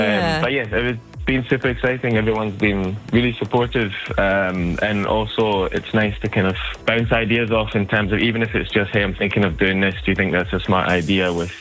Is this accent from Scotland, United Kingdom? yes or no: yes; Scotland, United Kingdom; now in Berlin, Germany; Yes. But, yeah. I'm originally from Scotland.